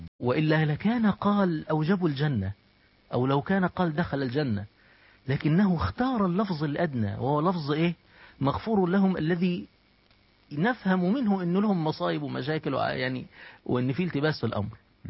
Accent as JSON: {"language": "Arabic", "country": "Egypt", "said": "باعتباري مصري"}